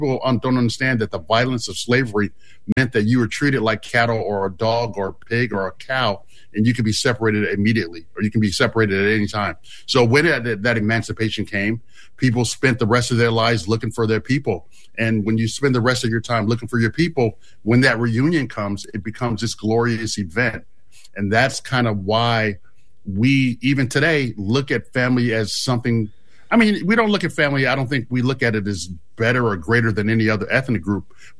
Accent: Brooklyn, New York, United States; I grew up in Brooklyn, New York, but my mother was from North Carolina. So we would always, she migrated to New York. So we would always talk about going down south.

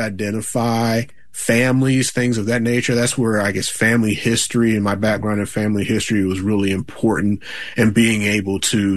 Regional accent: Virginia, United States; I grew up in Virginia as well.

